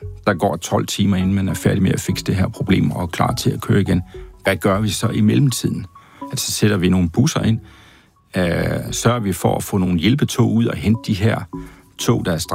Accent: Jutland, Denmark; ude på den jyske hede, i øvrigt der, hvor jeg kommer fra

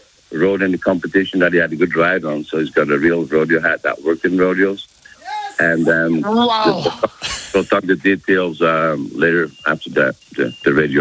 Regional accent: Northern Ireland, United Kingdom; now in Belgium; We come from Northern Ireland, but we started the business in Belgium long time ago in the 70s

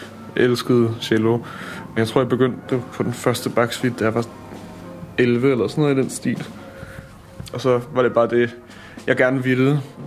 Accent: Copenhagen, Capital Region of Denmark, Denmark; Jeg er 29 år gammel. Født og opvokset i København, men jeg er også halv amerikaner med far fra New York.

